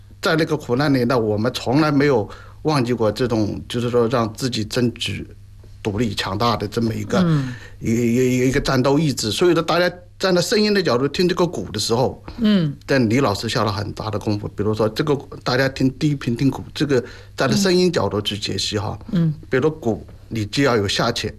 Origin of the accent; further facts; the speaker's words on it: China; 在我们中国人来说呢